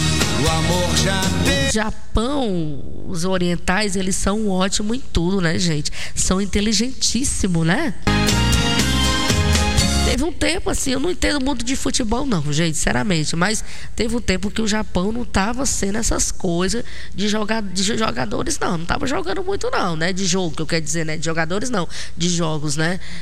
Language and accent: Portuguese; Brazil; Mas sou brasileira, né? Mas sou brasileira, claro.